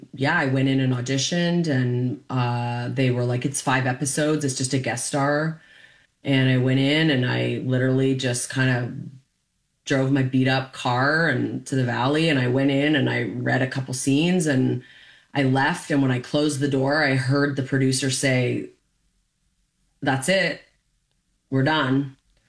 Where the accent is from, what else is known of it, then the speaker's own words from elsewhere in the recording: Canada; I feel weirdly because of my childhood and the way I was raised and and being Canadian